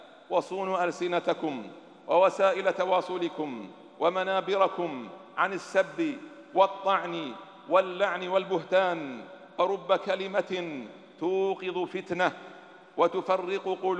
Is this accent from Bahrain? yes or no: yes; Bahrain; بلادنا البحرين